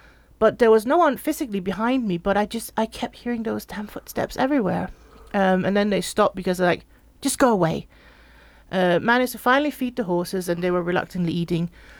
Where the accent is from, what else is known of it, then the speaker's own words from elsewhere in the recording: Denmark; moved away; So I'm from Denmark originally.